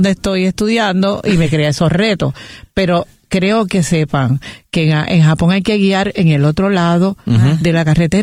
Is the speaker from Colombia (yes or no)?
no; San Juan, Puerto Rico; soy una mujer puertorriqueña del barrio Caimito de Río Piedras.